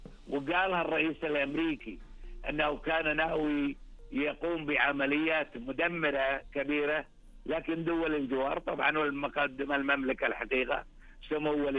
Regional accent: Kuwait; عندنا بالكويت

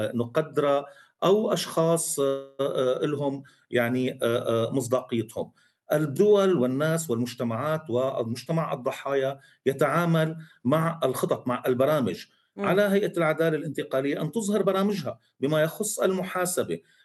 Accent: Syria; مسؤوليتنا نحن كسوريين

